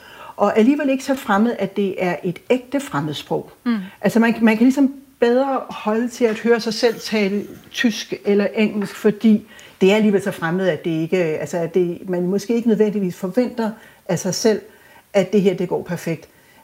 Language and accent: Danish; Albertslund, Capital Region of Denmark, Denmark; voksede op i den del af Danmark, hvor man, hvis man havde en ordentlig antenne, kunne høre svensk. Jeg er fra Albertslund